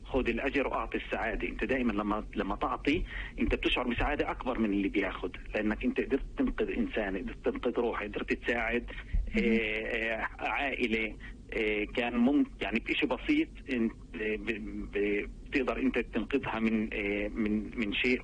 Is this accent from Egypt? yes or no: no; Jerusalem, Palestine; انا اصلا من القدس ومعظم المتبرعين من عندنا من القدس